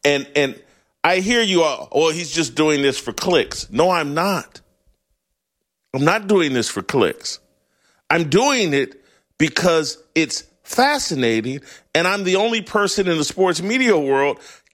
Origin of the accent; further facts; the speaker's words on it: Indianapolis, Indiana, United States; my hometown of Indianapolis.